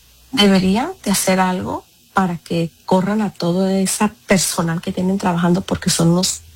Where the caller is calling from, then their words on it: Mexico; soy mexicana